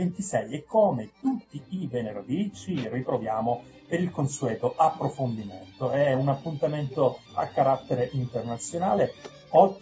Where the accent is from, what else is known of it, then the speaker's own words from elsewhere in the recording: Calabria, Italy; now in Perugia, Italy; io sono attualmente a Perugia e sono calabrese